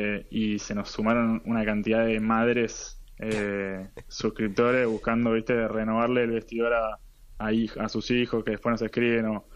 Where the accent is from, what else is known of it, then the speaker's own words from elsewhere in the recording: Buenos Aires, Argentina; Sí, somos de Buenos Aires.